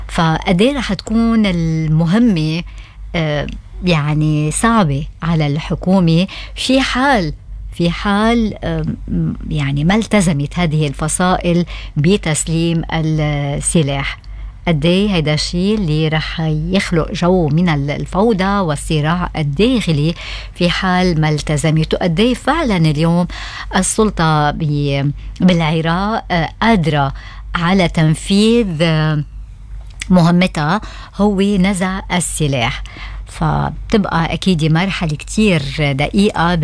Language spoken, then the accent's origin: Arabic; Lebanon; نحن عنا بلبنان